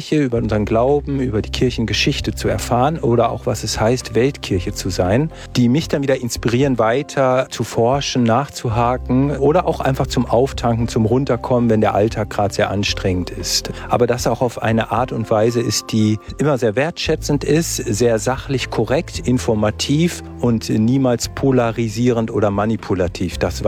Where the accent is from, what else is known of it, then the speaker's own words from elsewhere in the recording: Langenfeld, North Rhine-Westphalia, Germany; ich komme aus Langenfeld